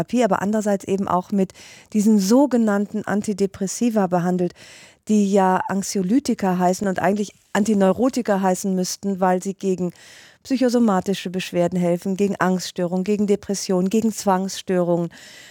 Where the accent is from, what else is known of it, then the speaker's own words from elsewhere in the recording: Rhineland, Germany; also born or lived in Hungary; weil ich bin ja Rheinländerin und Ungarin